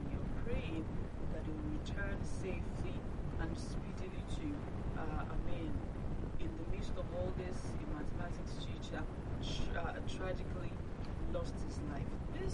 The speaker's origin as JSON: {"language": "English", "country": "Nigeria", "said": "As residents of Nigeria, as Nigerian citizens"}